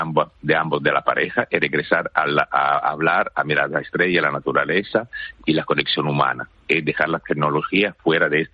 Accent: Italy; Spanish is a second language

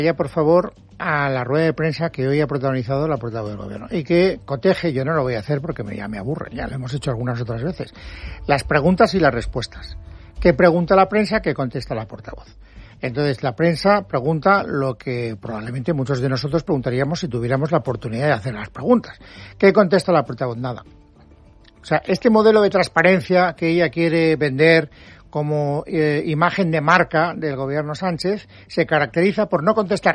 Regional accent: Valencian Community, Spain; Soy valenciano.

